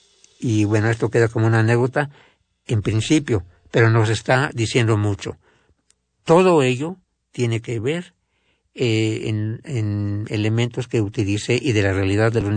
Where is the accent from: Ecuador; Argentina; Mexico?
Mexico; siendo mexicanos, viviendo en México